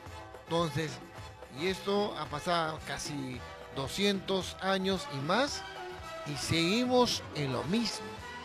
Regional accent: Aguaytía, Ucayali, Peru; nosotros como ahuitianos, como peruanos, como ucayalinos

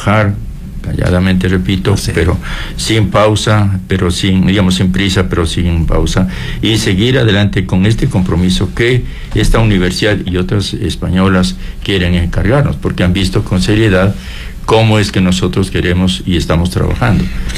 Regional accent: Ecuador

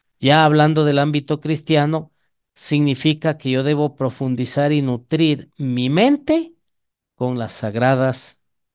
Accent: Ecuador; ¿qué más le hace visible a mi identidad como ecuatoriano? Aparte de mi cédula. De pronto mi lenguaje, ¿verdad? Porque utilizo palabras que propias de nuestro Ecuador.

